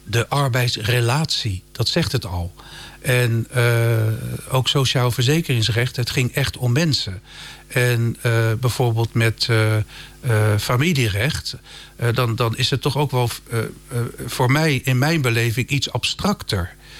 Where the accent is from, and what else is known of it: Rotterdam, South Holland, Netherlands; born or raised there